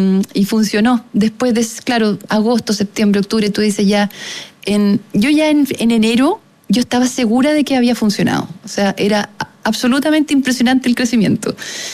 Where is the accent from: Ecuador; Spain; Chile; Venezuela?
Chile; Pirque, Santiago Metropolitan Region; crecí en Pirque, en los cerros